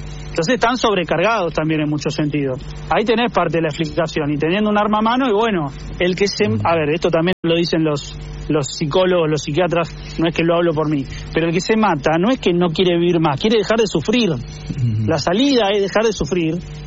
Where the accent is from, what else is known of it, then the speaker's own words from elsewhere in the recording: La Plata, Buenos Aires Province, Argentina; yo soy de La Plata